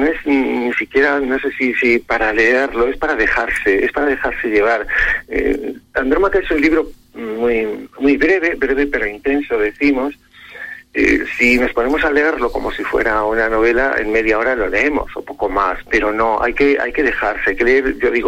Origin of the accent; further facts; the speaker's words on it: Fontiveros, Castile and León, Spain; also born or lived in Medina del Campo; now in Arévalo, Spain; yo vengo de Fontiveros, estoy en Arévalo ahora